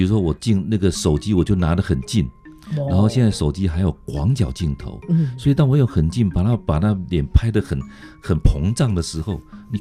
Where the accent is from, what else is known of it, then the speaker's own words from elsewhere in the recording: Zhushan, Nantou County, Taiwan; 因为我是来自于南投竹山的小孩子